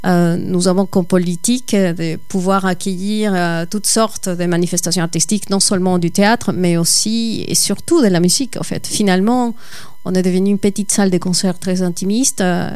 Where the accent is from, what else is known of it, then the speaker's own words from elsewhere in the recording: Ecuador; moved away; dans mon pays d'origine. Je suis équatorienne. Et j'étais enfant quand j'ai suivi des ateliers de théâtre encore, enfin, dans mon enfance, dans mon pays d'origine.